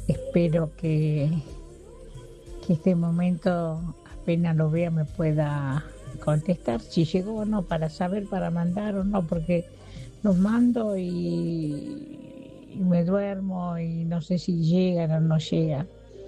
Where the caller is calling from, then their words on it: Las Parejas, Santa Fe, Argentina; de Las Parejas.